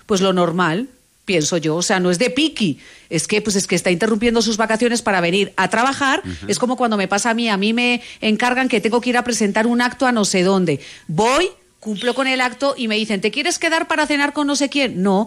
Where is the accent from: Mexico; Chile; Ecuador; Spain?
Spain; Pero ahora me vais a dejar a mí porque yo soy española.